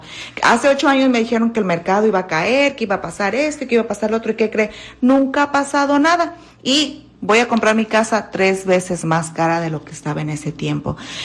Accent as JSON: {"language": "Spanish", "region": "Michoacán", "country": "Mexico", "said": "soy de Michoacán."}